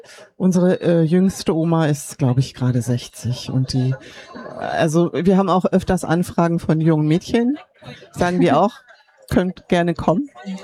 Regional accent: Bad Doberan, Mecklenburg-Vorpommern, Germany; Also ich selber bin aus Bad Doberan.

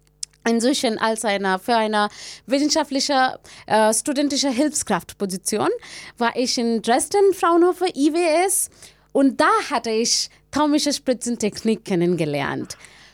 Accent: India; hatte ich für mich diesen Kurs gesucht in einer anderen Stadt in Indien. Davor hatte ich auch von meiner Heimat, davor muss ich von meiner Heimat umsehen, so ein anderer Ort, sehr weit weg.

